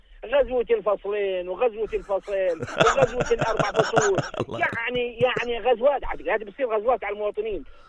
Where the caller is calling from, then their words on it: Jordan; عندنا بالأردن